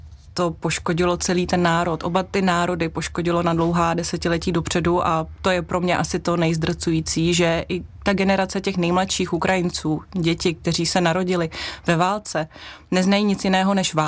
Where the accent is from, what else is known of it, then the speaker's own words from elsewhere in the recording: Kazakhstan; now in Czech Republic; když si vysvětlíme, že jsem původem z Kazachstánu, že jsem česká novinářka, tak většinou je to v pohodě.